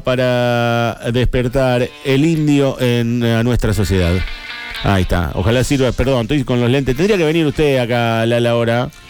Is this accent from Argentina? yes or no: yes; Argentina; yo soy más argentino que nunca